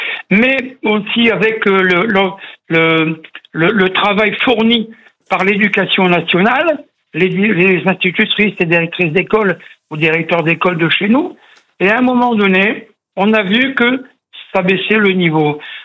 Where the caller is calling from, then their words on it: Templeuve-en-Pévèle, Hauts-de-France, France; Templeuve en Pévèle.